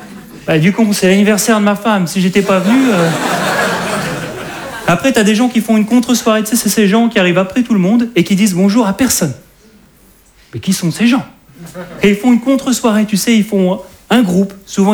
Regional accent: Hauts-de-France, France; je suis un ch'ti.

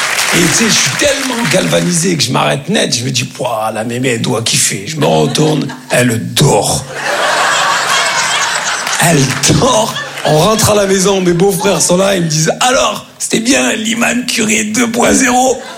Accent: Grand Est, France; comme on dit chez nous en Lorraine.

